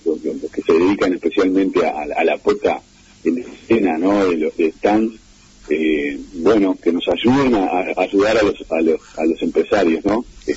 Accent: Uruguay

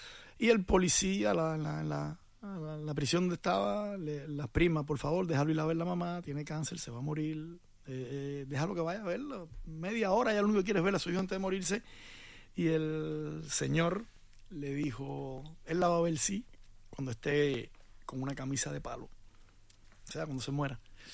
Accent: Cuba; En Cuba, en mi pueblo, ahí, uno de los líderes más grandes de, o que más mediático era en la oposición en Cuba era de mi pueblo

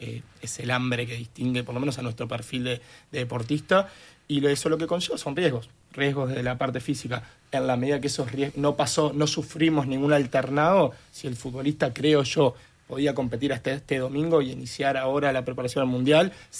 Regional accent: Uruguay

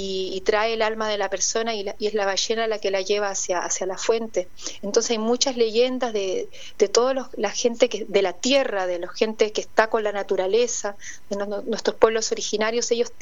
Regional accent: Chile; now in Uruguay; Yo que soy chilena

